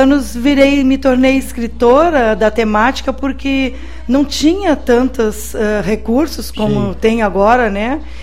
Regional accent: Taquari, Rio Grande do Sul, Brazil; also born or lived in Porto Alegre; Olha aí, ó. Mas moro há mais tempo em Voti do que em Taquari. Em Taquari eu morei, né, só 20 anos.

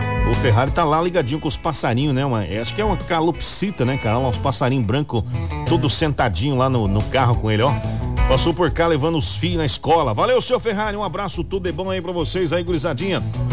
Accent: Mato Grosso do Sul, Brazil; é lá da minha terra, cara. Não fala mal dos meus amigos … que são lá no Mato Grosso do Sul

